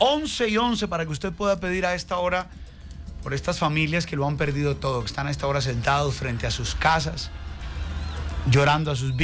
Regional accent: Santander, Colombia; y que yo siento de pronto como santandereano que como a mí no me tocó

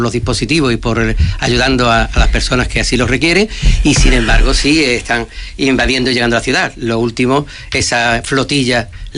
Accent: Ceuta, Spain; somos y estamos en Ceuta, somos parte de la ciudadanía de Ceuta, somos socialistas y ceutíes, y esas dos cosas no son incompatibles

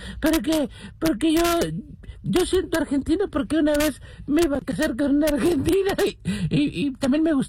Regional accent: Spain; Bueno, ¿yo por qué? Porque soy español, ¿verdad?

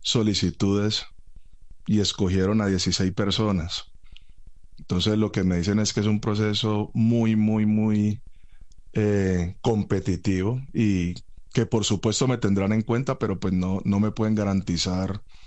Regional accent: Colombia; fui el único colombiano, fui el único latinoamericano seleccionado para este programa

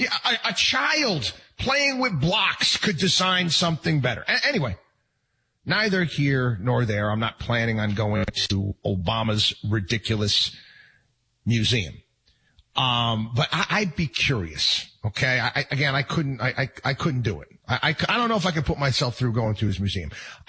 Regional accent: New York, United States; I'm sorry. I grew up in New York. And there's a lot of government buildings in the state of New York that are just plain ugly.

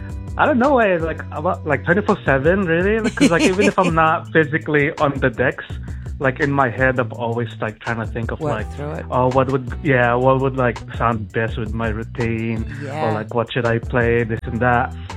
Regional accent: Philippines; born there; moved away; Yeah, so I was born in the Philippines. In the Philippines.

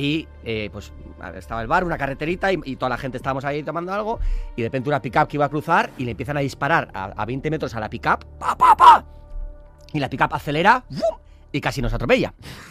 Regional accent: San Sebastián, Basque Country, Spain

